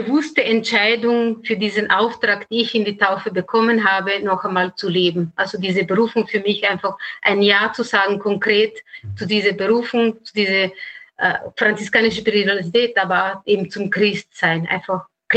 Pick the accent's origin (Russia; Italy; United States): Italy; German is a second language; moved away as an adult; now in Austria; man hat vielleicht aus meiner Sprache gemerkt, dass ich nicht Österreicherin bin, sondern bin Italienerin.